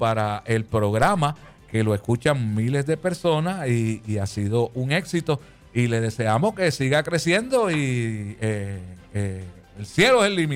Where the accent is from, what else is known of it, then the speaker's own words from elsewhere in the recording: Puerto Rico; Yo digo, soy puertorriqueño y voy a Puerto Rico, pase lo que pase.